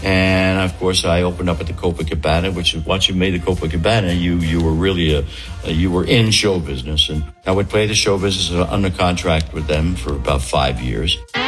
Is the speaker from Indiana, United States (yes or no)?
no; Philadelphia, Pennsylvania, United States; born or raised there